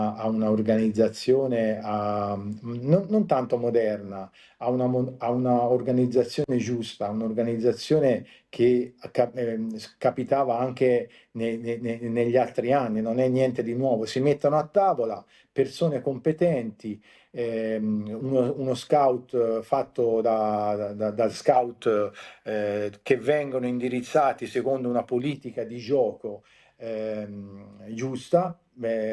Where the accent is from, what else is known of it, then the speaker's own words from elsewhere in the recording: Tuscany, Italy; Io me l'auguro, sia per la Fiorentina, anche da toscano